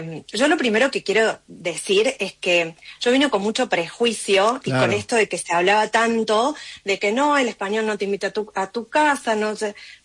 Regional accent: Argentina; moved away as an adult; now in Valencia, Spain; nosotros como papás argentinos somos responsables de esa identidad y de querer enseñarles lo que traemos, pero también respetamos lo que son.

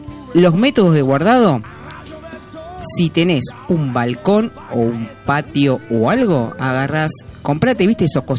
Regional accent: Luján, Buenos Aires Province, Argentina

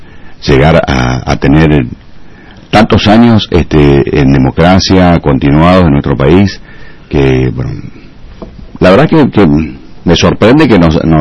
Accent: Argentina; Hemos vivido los argentinos gobiernos de centro izquierda, gobiernos de centro derecha, gobiernos de ultraderecha

